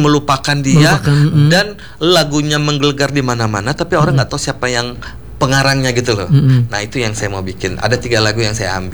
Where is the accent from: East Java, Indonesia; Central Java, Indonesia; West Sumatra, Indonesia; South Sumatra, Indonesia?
East Java, Indonesia; Madiun